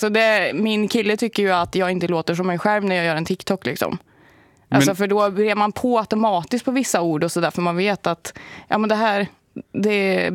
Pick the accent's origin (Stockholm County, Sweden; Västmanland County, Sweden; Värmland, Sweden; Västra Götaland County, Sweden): Värmland, Sweden; jag är från Värmland